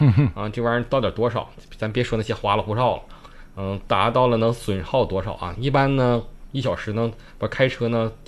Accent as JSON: {"language": "Chinese", "region": "Northeast China", "country": "China", "accent": "Northeastern dialect", "said": "用我们东北话"}